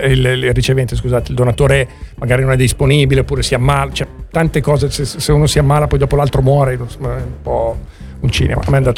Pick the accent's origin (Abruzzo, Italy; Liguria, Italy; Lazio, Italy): Liguria, Italy; Genoa; io volevo dargli un nome ed essendo genovese l'ho chiamato Pesto